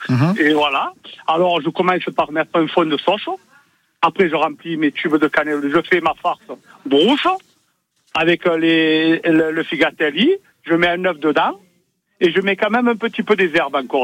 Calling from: Marseille, Provence-Alpes-Côte d'Azur, France; je suis de Marseille.

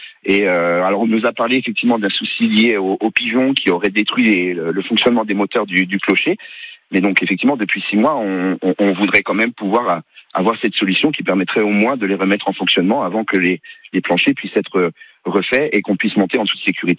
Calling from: Venaco, Corsica, France; Moi, je vous appelle de Venaco

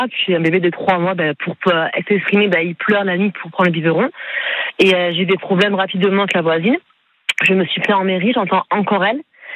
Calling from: Normandy, France; ça fait 4 ans du coup que j'habite sur Cotentin en HLM, je précise bien sûr.

